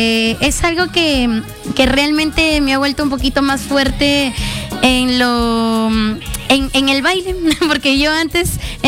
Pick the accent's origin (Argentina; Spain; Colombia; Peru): Peru; Lima; Soy de Lima, por parte de mis padres, de mis abuelos, por parte de mamá, son del Cusco, y wow, por parte de mi papá, mis abuelos son de Huaray.